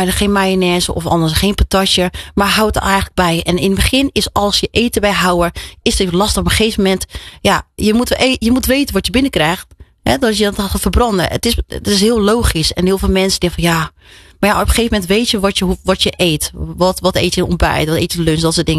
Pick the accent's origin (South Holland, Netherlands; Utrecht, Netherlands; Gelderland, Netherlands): South Holland, Netherlands; Rotterdam; ik ben gewoon een Rotterdammer.